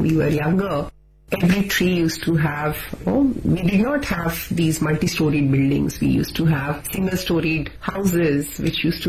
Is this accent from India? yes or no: yes; Delhi, India; Delhi. I grew up in Delhi. This was the Delhi of the 80s.